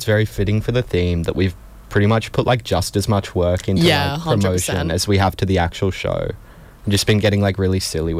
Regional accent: Sydney, New South Wales, Australia; moved away; growing up in Sydney and commuting across the city to go to and from school

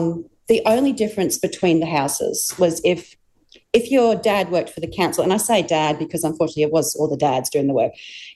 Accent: Moranbah, Queensland, Australia; my growing up in Moranbah really had a big impact on me, and I always thought growing up in Moranbah was a very positive experience.

